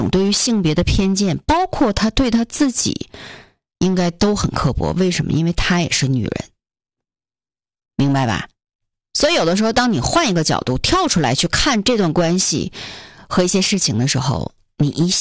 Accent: China; 我们中国人

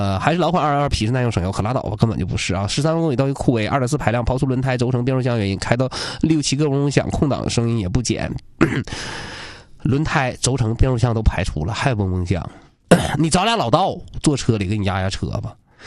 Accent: Changchun, Jilin, China; 我长春人，我比较支持我们大众。

